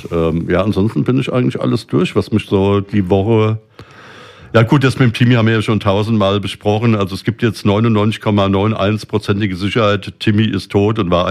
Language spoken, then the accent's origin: German; Rüsselsheim, Hesse, Germany; meine Kindheit in Rüsselsheim, und das ist jetzt keine Werbung, das ist Rüsselsheimer Geschichte